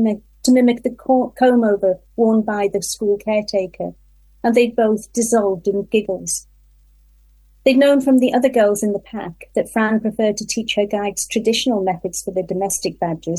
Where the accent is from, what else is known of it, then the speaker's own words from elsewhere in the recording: Whitley Bay, North East England, United Kingdom; also born or lived in Brighton; I grew up in the Northeast near Whitley Bay, which is my go-to place whenever I'm up there.